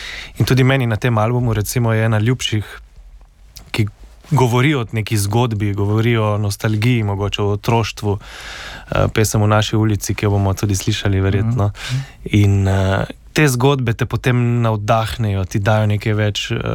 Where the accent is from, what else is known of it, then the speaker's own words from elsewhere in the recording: Slovenian Littoral, Slovenia; Primorci smo mogoče vedno bili v nekem takem našem balončku, mehurčku